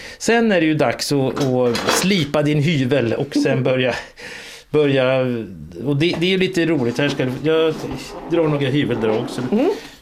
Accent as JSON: {"language": "Swedish", "region": "Jämtland County", "country": "Sweden", "tie": "born or raised there", "said": "jag är ju uppvuxen i Jämtland, så där hade ju alla älghorn hemma i garaget."}